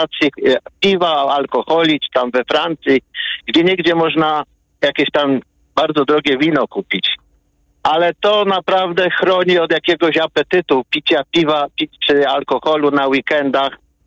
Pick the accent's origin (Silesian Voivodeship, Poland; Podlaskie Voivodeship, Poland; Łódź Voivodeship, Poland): Łódź Voivodeship, Poland; Piotrków Trybunalski; jestem z Piotrkowa. Prohibicja tam była.